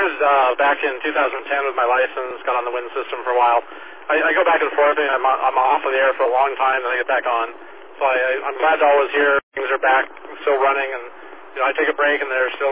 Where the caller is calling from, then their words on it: San Diego, California, United States; I live down in Mission Valley area